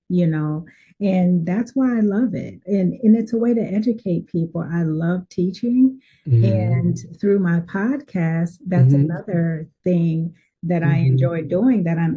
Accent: St. Paul, Minnesota, United States; So I grew up in St. Paul, right in what is considered the Rondo area. I graduated from Highland Park High School, went on to the University of Minnesota for a couple of years

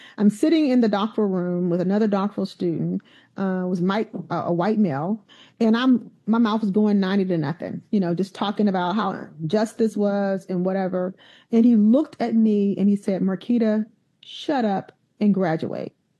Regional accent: Alabama, United States; I grew up in Alabama in the 60s and 70s, you know, again, dealing with that.

